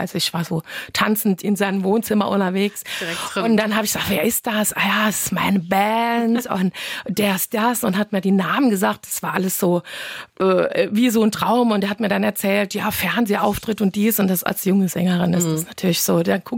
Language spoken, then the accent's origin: German; Saarland, Germany